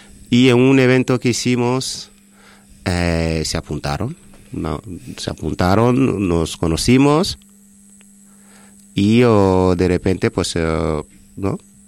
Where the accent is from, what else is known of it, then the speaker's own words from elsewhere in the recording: Burkina Faso; en los años 80, en mi país hubo una revolución liderada por Tomás Sankara